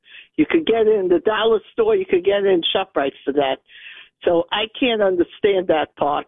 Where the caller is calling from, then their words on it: New York City, New York, United States; I live in Borough Park.